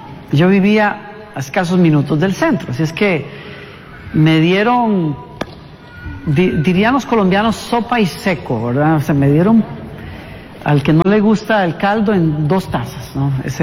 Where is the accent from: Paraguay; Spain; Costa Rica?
Costa Rica; moved away as an adult; also born or lived in Orlando, Florida; now in United States; yo vengo de Costa Rica